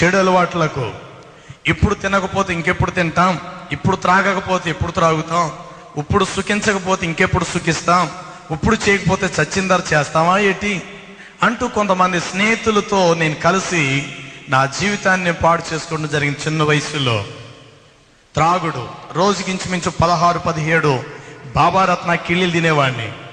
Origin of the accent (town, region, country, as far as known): Rajahmundry, Andhra Pradesh, India; born or raised there